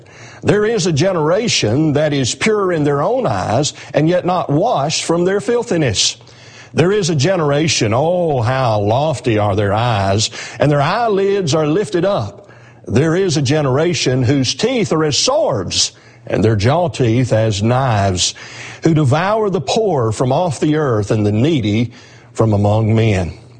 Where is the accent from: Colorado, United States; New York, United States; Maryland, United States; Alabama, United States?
Alabama, United States; So we have Tennessee and Mississippi, and I'm from Alabama, so we've got a lot of the South represented today.